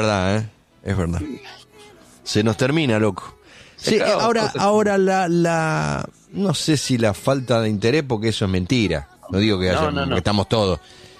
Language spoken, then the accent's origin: Spanish; Argentina; Sí, más siendo argentino.